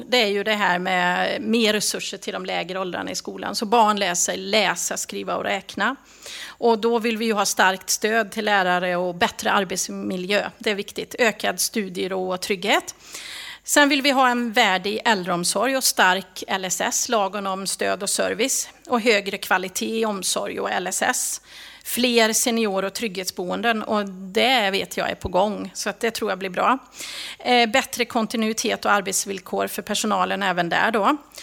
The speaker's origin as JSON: {"language": "Swedish", "town": "Hudene", "region": "Västra Götaland County", "country": "Sweden", "said": "Jag är från Herrljunga kommun från början. Mm. Från Hudene."}